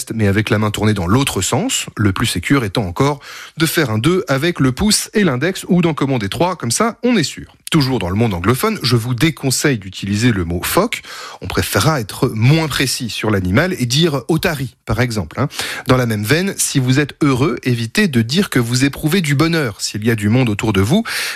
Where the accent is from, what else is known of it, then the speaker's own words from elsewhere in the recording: France; je suis français